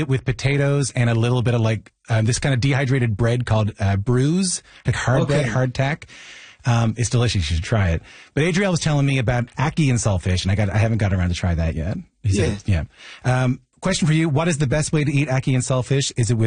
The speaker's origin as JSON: {"language": "English", "region": "Newfoundland and Labrador", "country": "Canada", "said": "I'm from Newfoundland. And we eat a lot of saltfish in Newfoundland, right?"}